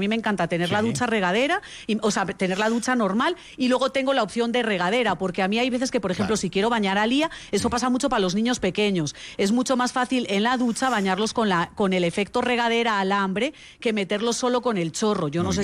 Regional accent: Spain; que yo que soy española, a mí me parece que todo eso son cuentos chinos.

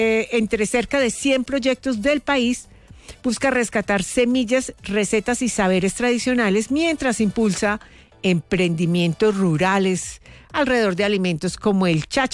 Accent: Quindío, Colombia; desde mi tierra, desde el Quindío.

